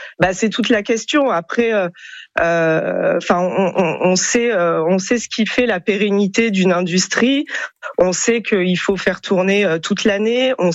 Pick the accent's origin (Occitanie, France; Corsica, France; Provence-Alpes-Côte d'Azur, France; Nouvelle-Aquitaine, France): Provence-Alpes-Côte d'Azur, France; Marseille; en tant que Marseillaise et Marseillais